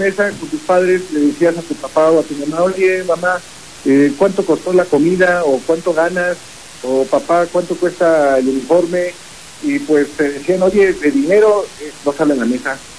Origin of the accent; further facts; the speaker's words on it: Mexico; Nosotros los mexicanos